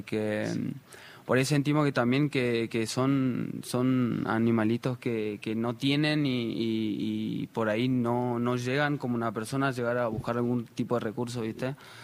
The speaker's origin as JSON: {"language": "Spanish", "region": "Jujuy", "country": "Argentina", "said": "Como soy jujeño y es mi provincia, así que me gustaría también, o sea, hacerle el bien a todos, literal."}